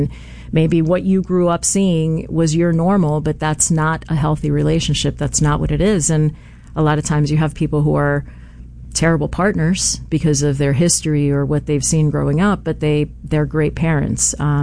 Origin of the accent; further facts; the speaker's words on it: Miami, Florida, United States; moved away; I'm a Miami girl. I grew up in Miami.